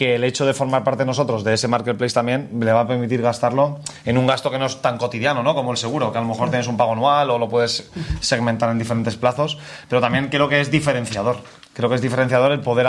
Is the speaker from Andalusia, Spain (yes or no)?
no; Valencia, Valencian Community, Spain; yo no soy de Alcoy, soy de Valencia